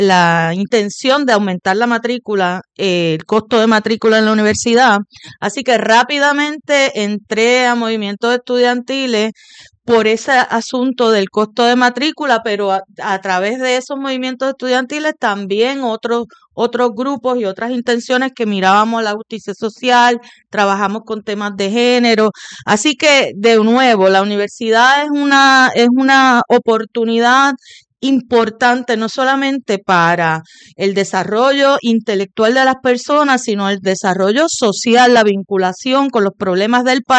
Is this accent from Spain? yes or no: no; Puerto Rico